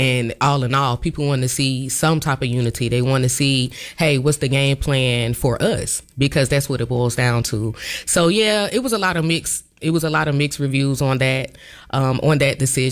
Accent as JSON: {"language": "English", "town": "Augusta", "region": "Georgia", "country": "United States", "tie": "born or raised there", "lives_now": "Grovetown, United States", "said": "I was raised in Richmond County. I'm a product from Butler High School. My roots are in Richmond County before I got to Grovetown."}